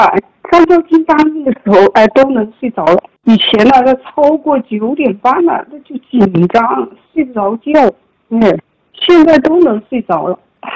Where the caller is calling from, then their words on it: Shangrao, Jiangxi, China; 我来自江西上饶，今年60多岁了